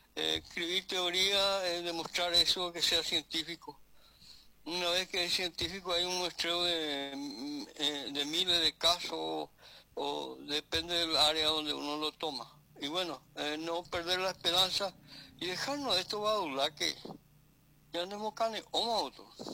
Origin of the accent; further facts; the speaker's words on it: Paraguay; El Paraguay somos rastreros americanos a cambio de esa parte que hoy sabemos